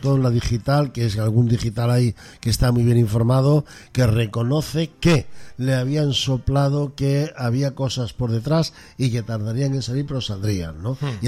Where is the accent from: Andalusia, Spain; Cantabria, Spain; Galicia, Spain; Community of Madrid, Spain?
Galicia, Spain; La pregunta, como buen gallego, se la devuelvo yo.